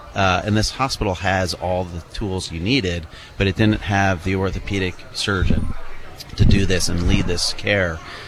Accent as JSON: {"language": "English", "town": "Scotia", "region": "New York", "country": "United States", "tie": "born or raised there", "lives_now": "Albany, United States", "said": "I grew up in Scotia."}